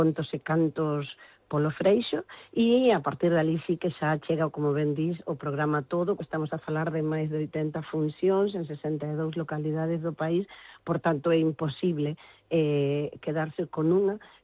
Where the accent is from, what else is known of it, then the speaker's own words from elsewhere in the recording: Uruguay; Galician is a second language; now in Spain; eu son de Uruguai, pero sempre atopaba que os mellores contadores, as mellores contadoras de historias eran todas de Galicia, cando eu ademais mesmo cheguei a vivir aquí